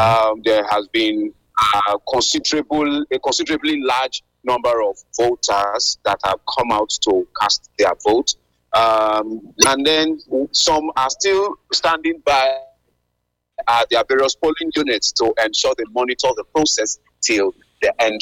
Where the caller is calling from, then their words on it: Uzare, Edo, Nigeria; I'm Uzare in Esako West Local Government Area, Edo North Senatorial District.